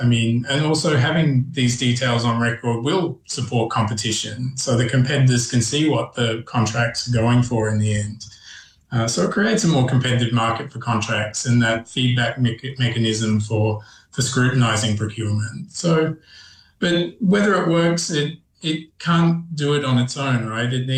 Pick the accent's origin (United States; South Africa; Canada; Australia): Australia; I'm Australian, right?